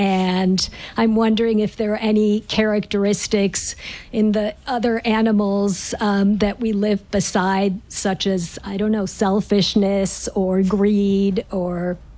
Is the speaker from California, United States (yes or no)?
yes; San Francisco, California, United States; from San Francisco.